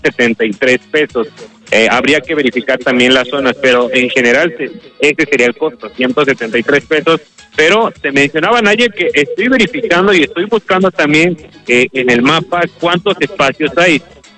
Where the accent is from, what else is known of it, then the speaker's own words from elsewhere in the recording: Puebla, Mexico; Así es, somos privilegiados, más que nada diría que somos los poblanos